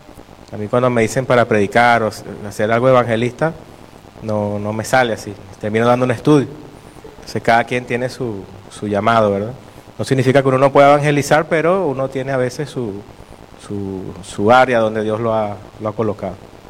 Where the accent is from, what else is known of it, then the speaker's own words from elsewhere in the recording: Venezuela; moved away; yo soy venezolano, del país de donde yo vengo